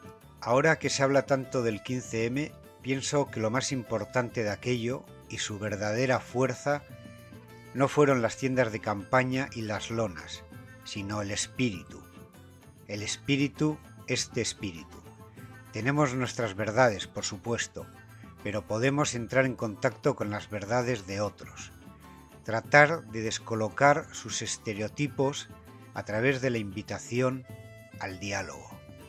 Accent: Bilbao, Basque Country, Spain; Yo soy de Bilbao y vivo en Bilbao

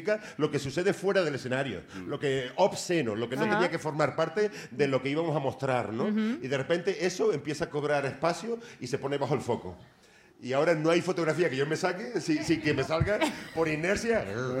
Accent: Canary Islands, Spain

